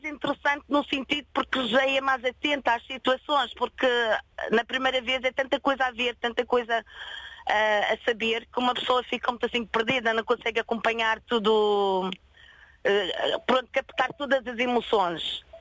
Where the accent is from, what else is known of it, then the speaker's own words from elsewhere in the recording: Porto Santo, Madeira, Portugal; Eu sou da Ilha do Porto Santo.